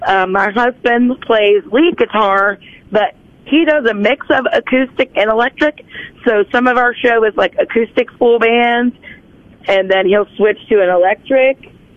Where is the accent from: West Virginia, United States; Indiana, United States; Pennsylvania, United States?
West Virginia, United States; Belington; We're from Bealington.